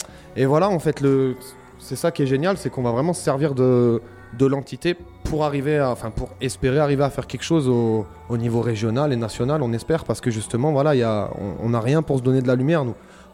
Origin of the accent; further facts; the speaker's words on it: Saint-Étienne, Auvergne-Rhône-Alpes, France; Sachant qu'on vient de Saint-Etienne